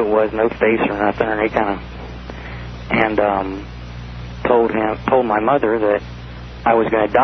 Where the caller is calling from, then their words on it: Anchorage, Alaska, United States; I'm calling from Anchorage, Alaska.